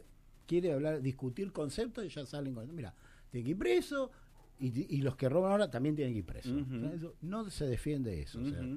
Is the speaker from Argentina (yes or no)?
yes; Argentina; hasta yo siendo argentino